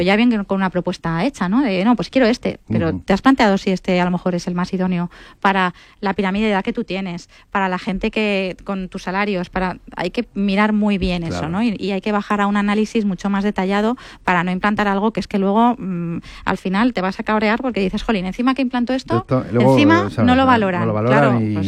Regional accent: Vigo, Galicia, Spain; born there; now in Madrid, Spain; nací en Vigo, pero llevo ya 30 años viviendo en Madrid.

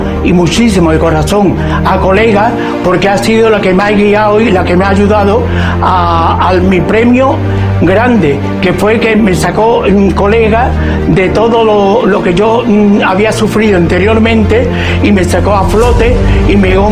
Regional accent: Huelva, Andalusia, Spain; hijo de Huelva

